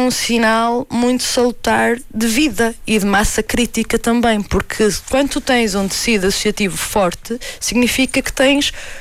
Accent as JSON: {"language": "Portuguese", "town": "Lousada", "region": "Norte", "country": "Portugal", "tie": "born or raised there", "said": "na minha terra natal, em Lousada"}